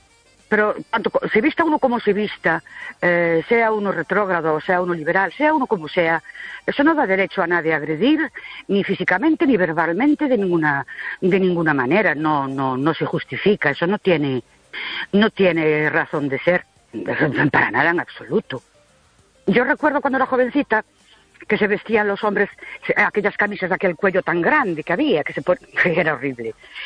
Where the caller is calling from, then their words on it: Ourense, Galicia, Spain; de Urense